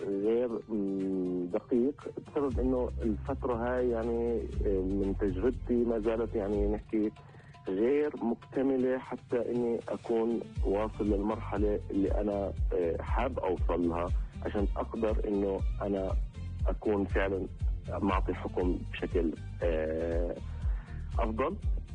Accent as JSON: {"language": "Arabic", "country": "Palestine", "moved": "as an adult", "lives_now": "Germany", "said": "إحنا كشعب فلسطيني"}